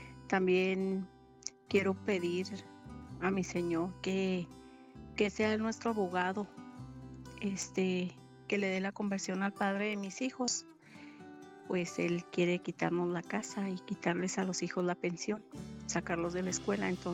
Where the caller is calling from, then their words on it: Anáhuac, Chihuahua, Mexico; De Anáhuac, Chihuahua.